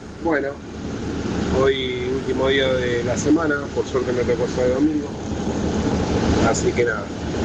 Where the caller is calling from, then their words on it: La Plata, Buenos Aires Province, Argentina; Soy chofer de La Plata.